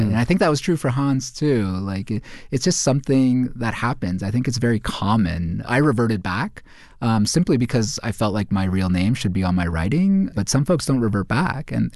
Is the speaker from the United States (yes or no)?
no; India; of course, as an Indian author, my stories are about Indian folks